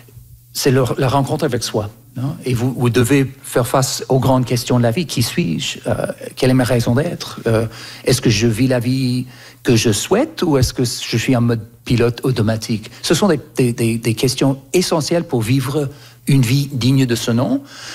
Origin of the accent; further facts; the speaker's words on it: Canada; Moi, j'ai grandi au Canada et quand j'avais 4, 5, 6 ans, il y avait un bus, il y avait un agenda à l'école